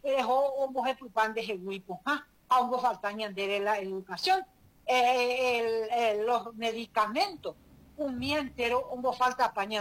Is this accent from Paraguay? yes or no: yes; Paraguay; Seres humanos y lo que somos paraguayos, padres de familia